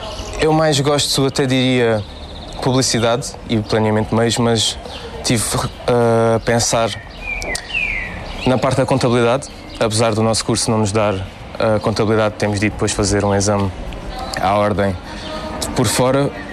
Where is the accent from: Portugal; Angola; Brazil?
Portugal; Alentejo; also born or lived in Lisbon; now in Faro, Portugal; Não sou do Algarve, sou do Alentejo, venho das Novas. Tenho 20 anos